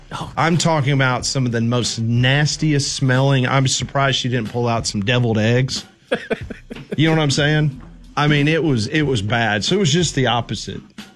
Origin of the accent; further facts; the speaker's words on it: Mississippi, United States; born there; I should know this since I was born in Mississippi and most of my family still lives over there.